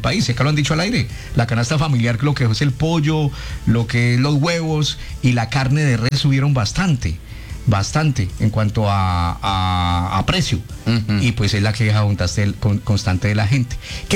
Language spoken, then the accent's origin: Spanish; Pereira, Risaralda, Colombia; now in Villavicencio, Colombia; Me acuerdo acá en Villado cuando yo llegué de Pereira a vivir a Villavicencio.